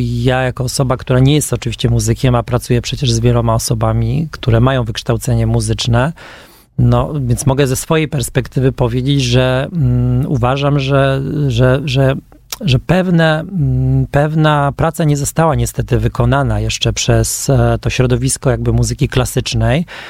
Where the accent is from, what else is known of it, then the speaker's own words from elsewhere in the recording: Warsaw, Masovian Voivodeship, Poland; No my mówimy, że jesteśmy z Kamionka.